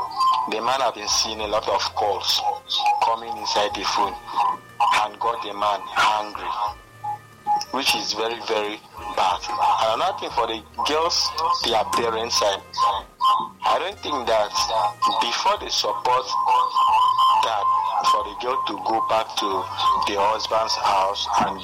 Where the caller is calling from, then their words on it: Calabar, Cross River, Nigeria; I'm calling from Calabar.